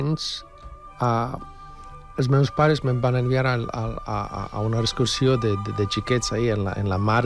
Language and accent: Catalan; Bosnia & Herzegovina; Catalan is a second language; moved away; De Bòsnia. Ara soc de Bòsnia, sí.